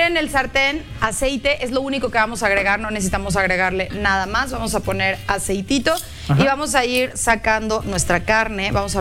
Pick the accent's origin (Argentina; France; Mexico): Mexico; ya somos mexicanos.